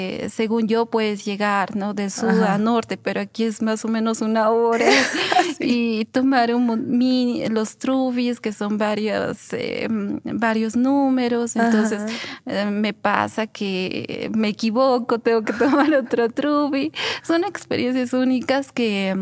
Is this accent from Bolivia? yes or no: yes; Oruro, Bolivia; moved away as an adult; now in Cochabamba, Bolivia; mi ciudad, Oruro, que yo no me voy a ir de aquí. Soy de Oruro, en Oruro voy a morir. Y nunca me imaginé que iba a estar aquí en la ciudad de Cochabamba.